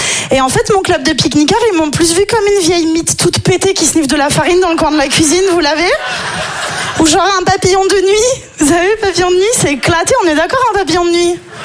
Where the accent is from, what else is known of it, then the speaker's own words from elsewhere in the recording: Nice, Provence-Alpes-Côte d'Azur, France; moi je suis niçoise